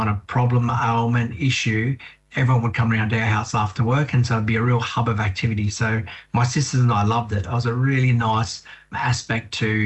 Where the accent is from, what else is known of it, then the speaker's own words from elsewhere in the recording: Australia; Yes, I grew up in Warramai country. And it was quite an interesting area from there.